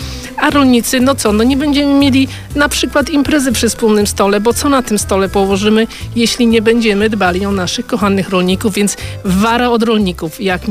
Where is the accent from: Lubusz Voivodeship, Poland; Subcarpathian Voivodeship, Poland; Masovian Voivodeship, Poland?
Masovian Voivodeship, Poland; tak, my jesteśmy z Ciechanowskiego, więc bardzo Państwa proszę również o te głosy